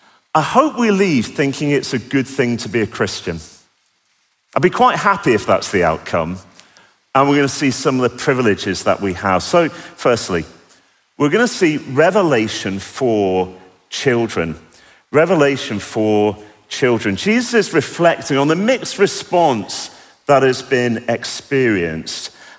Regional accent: Manchester, North West England, United Kingdom; born there; I was born in Manchester, so I speak properly. Thankful beyond words that I was born into a Christian family.

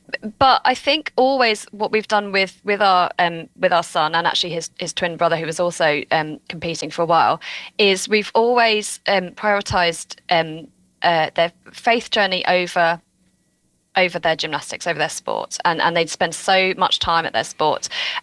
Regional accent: England, United Kingdom; as an English England fan.

